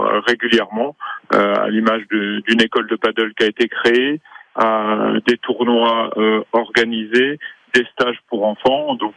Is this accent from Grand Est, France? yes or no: no; Brittany, France; on est breton d'origine